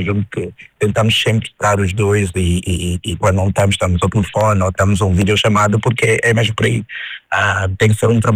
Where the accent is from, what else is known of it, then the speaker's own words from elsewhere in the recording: Luanda, Angola; now in Portugal; sendo angolano